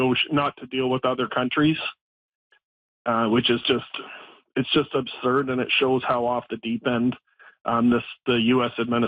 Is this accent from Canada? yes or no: yes; Canada